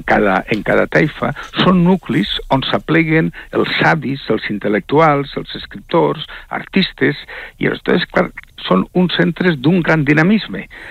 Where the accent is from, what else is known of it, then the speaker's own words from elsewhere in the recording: Valencian Community, Spain; bueno, per a nosaltres, no, jo no vull identificar-me, però com a valencià, no?